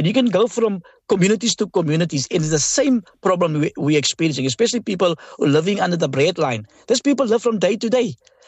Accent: South Africa; We believe that we are South African citizens

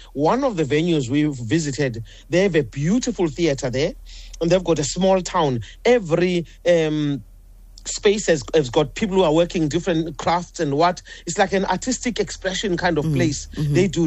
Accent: Durban, KwaZulu-Natal, South Africa; wouldn't that be amazing to have a whole street like that in Durban, in my hometown?

